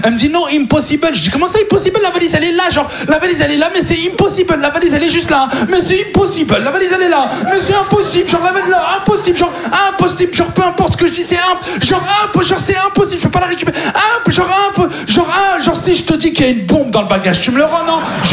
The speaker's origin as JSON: {"language": "French", "country": "France", "said": "je suis français"}